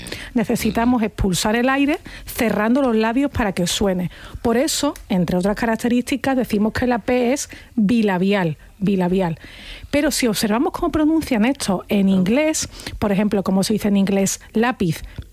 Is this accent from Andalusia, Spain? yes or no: yes; Andalusia, Spain; accent: Andalusian; Para mí, como andaluza, pues las consonantes que están a final de sílaba tienden a no decirse o a modificarse.